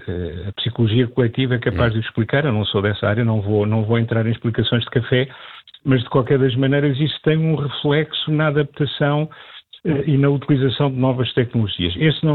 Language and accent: Portuguese; Portugal; Eu próprio, como português